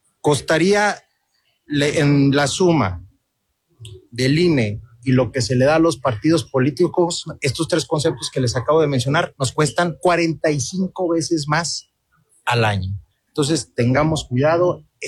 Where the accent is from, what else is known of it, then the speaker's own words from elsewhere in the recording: Durango, Mexico; tenemos que hacerlo todos como mexicanas, como mexicanos, como duranguenses